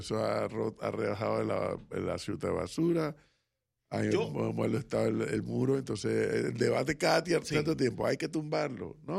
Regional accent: Panama City, Panamá, Panama; born there; toda mi adolescencia, yo la hice en la Vía Argentina.

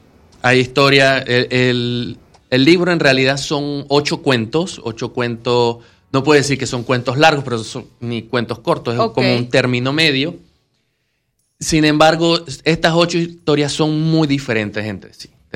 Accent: Chiriquí, Panama; un pueblo muy cercano de donde yo soy chiricano

